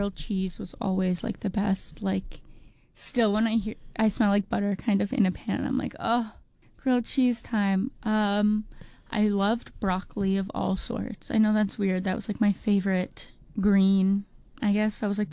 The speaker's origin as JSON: {"language": "English", "region": "New Jersey", "country": "United States", "tie": "born or raised there", "said": "And then I grew up in New Jersey."}